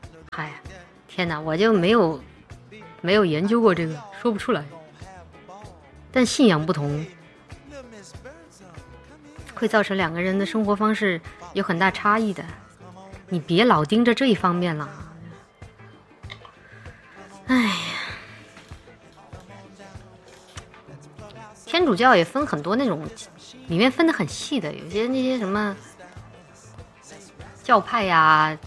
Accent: Chongqing, China; 在我们重庆话里面有一句话叫做换教还脚

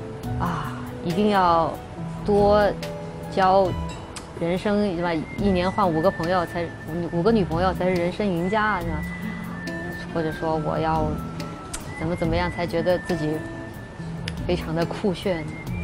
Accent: Chongqing, China; now in Shanghai, China; 因为在我家乡重庆，我们是穿泳衣的。然后我到上海来

